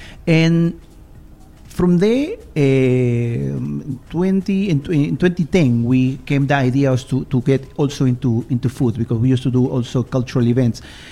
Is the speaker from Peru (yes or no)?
yes; Peru; moved away as an adult; I am originally from Peru.